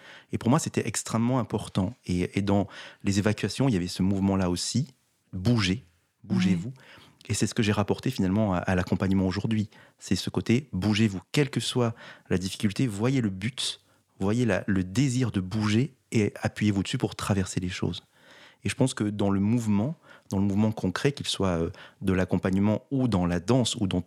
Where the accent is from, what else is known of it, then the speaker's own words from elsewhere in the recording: Montpellier, Occitanie, France; je viens de Montpellier